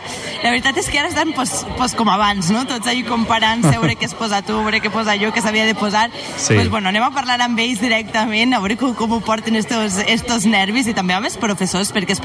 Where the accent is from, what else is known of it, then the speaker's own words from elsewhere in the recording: Xeraco, Valencian Community, Spain; Jo soc de Xeraco també